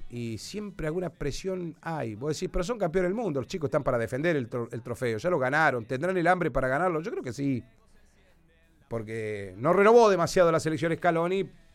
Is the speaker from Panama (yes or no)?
no; Argentina